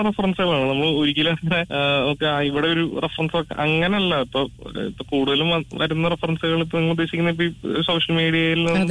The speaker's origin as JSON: {"language": "Malayalam", "town": "Kottayam", "region": "Kerala", "country": "India", "tie": "born or raised there", "said": "ഞാൻ നാട് ശരിക്കും കോട്ടയത്താണ്."}